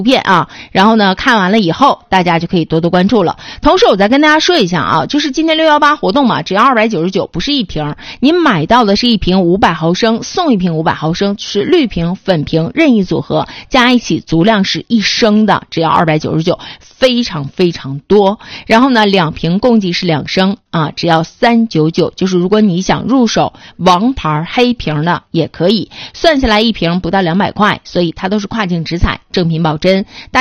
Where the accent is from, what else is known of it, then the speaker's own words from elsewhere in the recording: China; 我们中国人